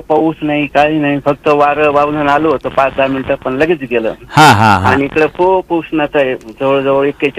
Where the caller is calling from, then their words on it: Jalna, Maharashtra, India; मी मुक्काम पोस्ट रांजण जिल्हा जालना येथून … ज्येष्ठ रसिक श्रोता बोलतो सर.